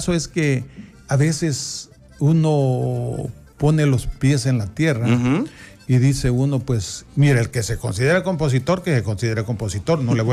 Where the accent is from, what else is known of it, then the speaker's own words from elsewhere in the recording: Pasaquina, La Unión, El Salvador; yo soy originario de Pasaquina.